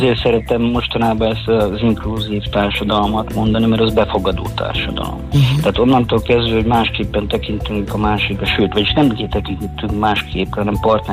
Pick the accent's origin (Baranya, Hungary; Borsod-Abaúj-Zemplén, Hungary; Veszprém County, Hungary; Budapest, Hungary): Borsod-Abaúj-Zemplén, Hungary; Mi a Borsod megyei vagyok